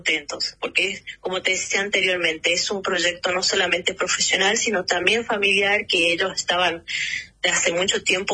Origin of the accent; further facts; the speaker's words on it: Formosa, Argentina; born there; now in Río Grande, Argentina; porque ambos nacimos en la provincia de Formosa.